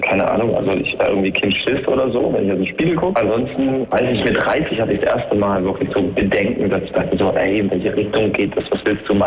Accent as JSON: {"language": "German", "town": "Erfurt", "region": "Thuringia", "country": "Germany", "tie": "born or raised there", "said": "bleibe ich denn jetzt in meiner Heimatstadt Erfurt, gehe ich nochmal raus"}